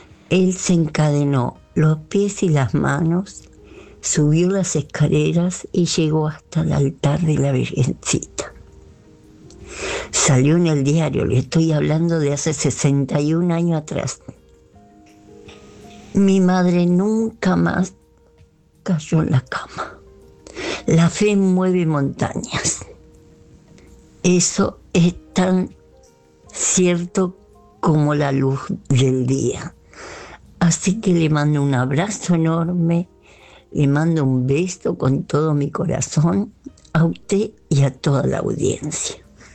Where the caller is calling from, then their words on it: Pilar, Buenos Aires Province, Argentina; de Pilar y estaba escuchando y quería que supiera.